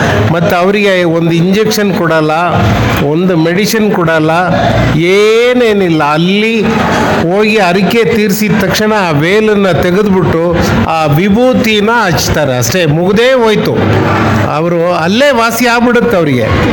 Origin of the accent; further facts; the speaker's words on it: Purle, Karnataka, India; ಈಗ ನನಗೆ 75 ವರ್ಷ ಆಗಿದೆ. ನಾನು ಹುಟ್ಟಿದ್ದು ಪುರ್ಲೆಯಲ್ಲಿ.